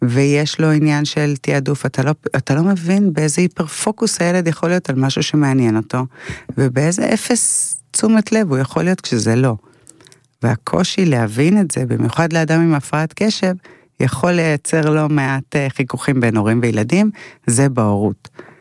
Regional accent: Tiberias, Northern District, Israel; גדלתי בתבריה של שנות ה-80

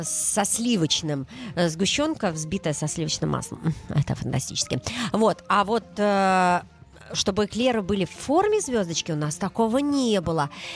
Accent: Belarus; У нас в Беларуси

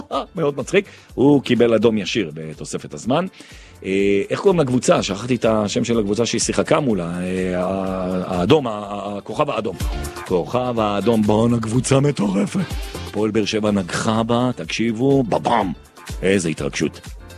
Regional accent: Jerusalem, Jerusalem District, Israel; אני ירושלמי

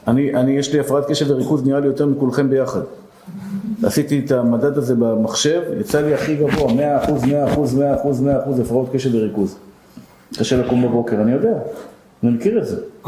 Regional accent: Tel Aviv, Tel Aviv District, Israel; אני גדלתי בשכונת התקווה. אצלנו מלשינים, היינו מוחקים אותם.

